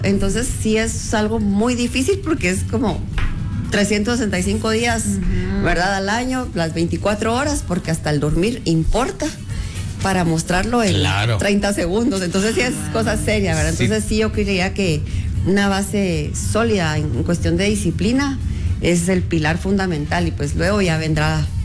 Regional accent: Guatemala

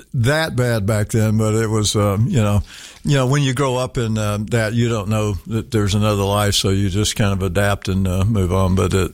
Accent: Atlanta, Georgia, United States; Well, I'm from Atlanta. I grew up in the city part of Atlanta in the projects called Techwood Homes. Went to 8 different schools, 5 different high schools and so forth. So all over Atlanta.

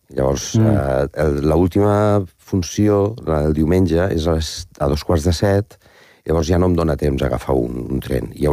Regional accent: Valencian Community, Spain; also born or lived in Barcelona; anirem a la meva terra, anirem al Coll, que és el meu poble, és casa meva

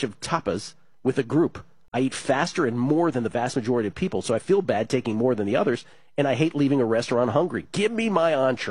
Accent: East Midlands, United Kingdom; I'm from Nottinghamshire.

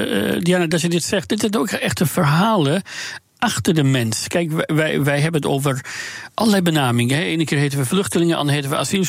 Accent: Iran; moved away as an adult; 35 jaar geleden gevlucht. En ik ben nadien nooit meer teruggegaan naar mijn vaderland. En ook niet terug kunnen gaan. Hè. Het angst, hè, want ik sta nog altijd op een of andere lijsten die dat afschuwelijk regime hanteert. Om ook zelfs Iraanse dissidenten in diaspora dus te vervolgen.

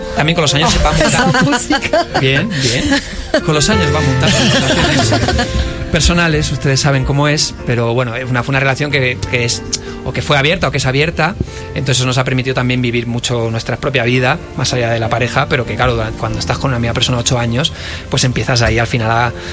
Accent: Spain; Claro, pero yo soy español.

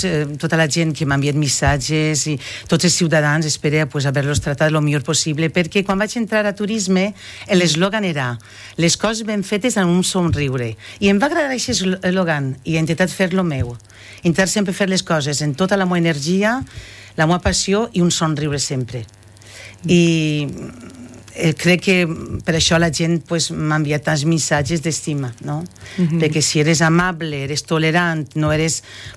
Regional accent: L'Alqueria de la Comtessa, Valencian Community, Spain; he vist créixer aquesta ciutat d'una manera tan bonica que, aunque soc de l'Alqueria de la Condesa, pues, me sent part de Gandia.

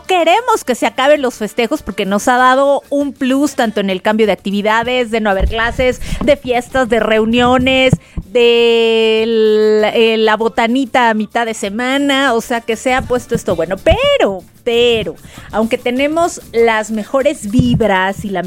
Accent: Mexico

